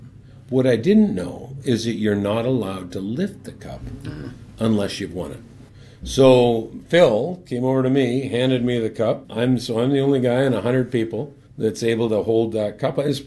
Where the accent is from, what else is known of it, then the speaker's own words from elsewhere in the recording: Burnaby, British Columbia, Canada; I'm a kid from Burnaby. I shouldn't have played in the NHL. I'm basically, you know, there's no outdoor ice in Burnaby. All it does is rain.